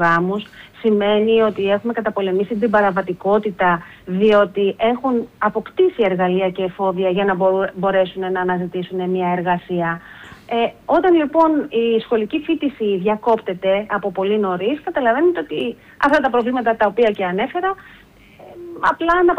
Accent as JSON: {"language": "Greek", "country": "Greece", "said": "απευθύνομαι γενικά ως Ελληνίδα μητέρα"}